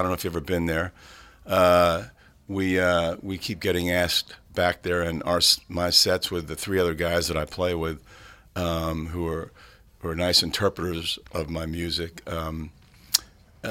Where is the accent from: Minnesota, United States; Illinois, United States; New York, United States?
New York, United States; Yeah, well, growing up on Long Island, South Shore, as you said in the you know, beforehand, you know, like … from around that area.